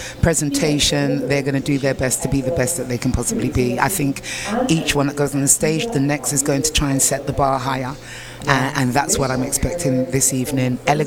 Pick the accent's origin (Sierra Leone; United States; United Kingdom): United Kingdom; England; moved away; I grew up in England. I grew up in England, love.